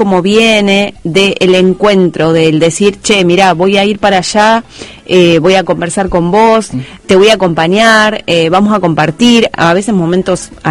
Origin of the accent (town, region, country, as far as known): Argentina; moved away